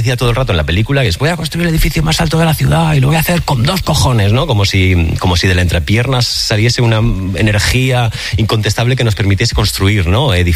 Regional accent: Catalonia, Spain; Porque yo soy catalán, entonces los catalanes que nacimos en finales de los 90 nos metieron con calzador

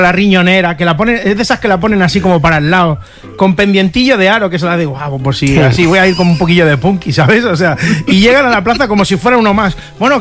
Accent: Rubí, Catalonia, Spain; Que claro, nosotros somos de Rubí.

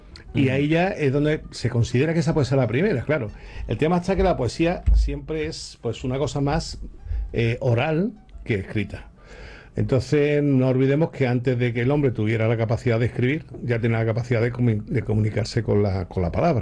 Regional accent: Andalusia, Spain; Nosotros, como andaluces que somos y donde vivimos, tenemos la suerte de que nuestra tierra ha sido una tierra de grandes poetas.

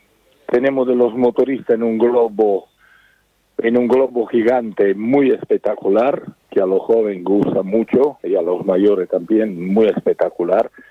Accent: Spain; accent: Italian; also born or lived in Italy; yo nací en Italia, soy español, mi padre español, mi madre española, y yo nací en Italia y por pocos años ha quedado el acento italiano.

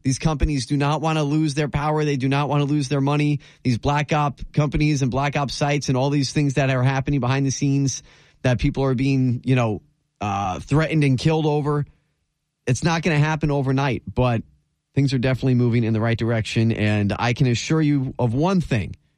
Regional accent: Florida, United States; from my home state of Florida

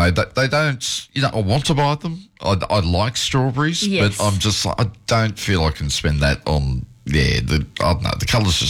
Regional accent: Southern Highlands, New South Wales, Australia; now in Canberra, Australia; Yeah, I'm a little bit further north with the Southern Highlands.

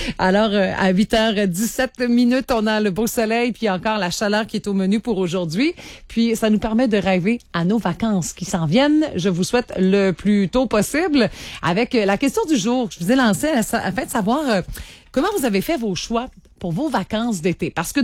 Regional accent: Cap-à-Baleine, Quebec, Canada; on reste par chez nous au Cap-à-Baleine. Je te comprends, mon cher, c'est là que j'ai grandi.

